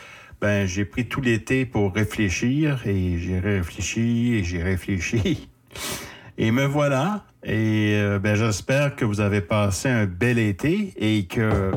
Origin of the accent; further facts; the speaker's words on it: Shippagan, New Brunswick, Canada; moved away; Chipagan, dans ma région natale, la péninsule acadienne. Oui, Chipagan, c'est ma ville natale. La péninsule acadienne, ben, elle est située dans le nord-est du Nouveau-Brunswick